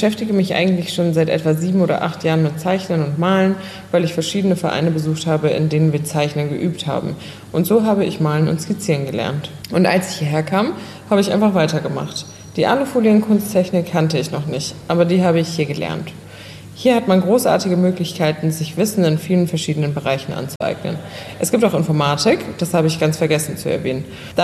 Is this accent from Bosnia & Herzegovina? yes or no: yes; Sarajevo, Federation of Bosnia and Herzegovina, Bosnia & Herzegovina; German is a second language; Ich wurde 1953 geboren und bin 73 Jahre alt. Ich bin in Sarajevo geboren und lebe immer noch dort.